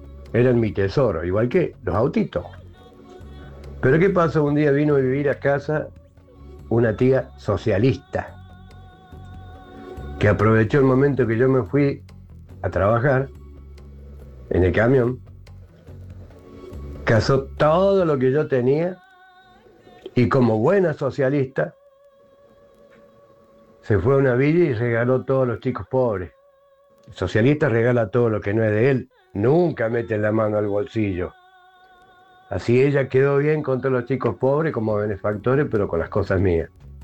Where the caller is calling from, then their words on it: Córdoba, Argentina; de La Docta, de Córdoba.